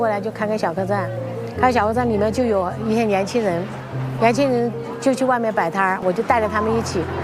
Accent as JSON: {"language": "Chinese", "region": "Hunan", "country": "China", "tie": "born or raised there", "moved": "as an adult", "lives_now": "Dali, China", "said": "在大理今天11年了，老家我们是湖南的，退休了以后在家啊"}